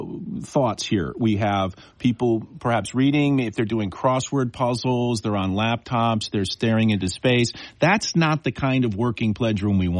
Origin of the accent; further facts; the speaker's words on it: East Hampton, Massachusetts, United States; My hometown.